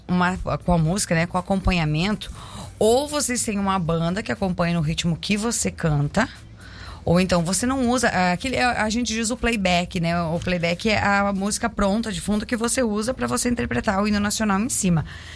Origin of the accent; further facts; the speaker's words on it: Brazil; Como bons brasileiros que somos